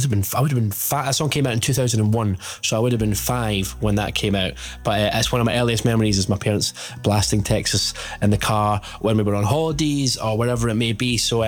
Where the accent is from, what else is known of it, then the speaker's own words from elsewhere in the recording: Scotland, United Kingdom; I am Scottish